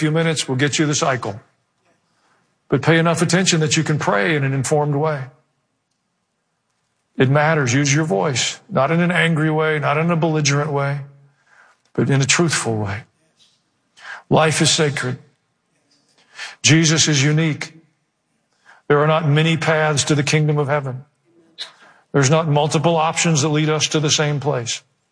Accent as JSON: {"language": "English", "region": "the South", "country": "United States", "accent": "southern", "said": "People can sit anywhere on the planet, but they have access to a cell phone and hear me preach in my southern accent in their language."}